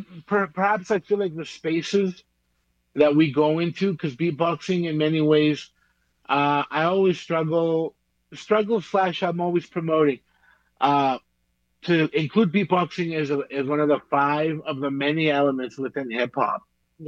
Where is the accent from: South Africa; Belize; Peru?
Belize; moved away; I'm from Belize, so I have Caribbean, music essence with me, Salvadorian essence.